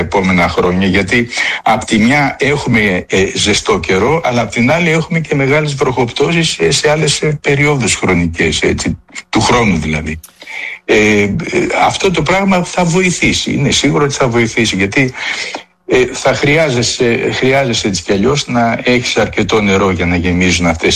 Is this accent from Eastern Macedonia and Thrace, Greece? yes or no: no; Athens, Attica, Greece; Εγώ πιτσιρικά θυμάμαι που μεγάλωσα στην Αθήνα